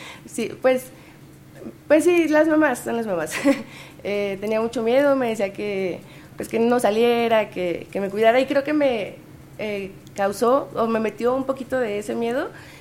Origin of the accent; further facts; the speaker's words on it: Morelia, Michoacán, Mexico; moved away; Pues vengo de Morelia, Michoacán, una ciudad con mucho calor. Pues la universidad de allá, estoy en la Universidad Michoacana de San Nicolás de Hidalgo.